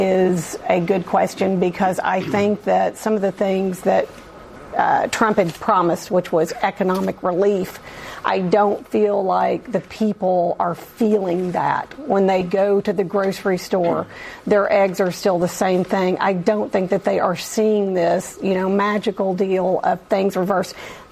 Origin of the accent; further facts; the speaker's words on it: Arkansas, United States; I grew up in Arkansas, a couple of hours away from Memphis. I would go to Memphis all the time. I love the area.